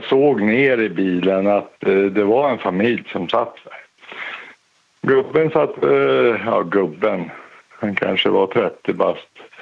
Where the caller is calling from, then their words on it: Mora, Dalarna County, Sweden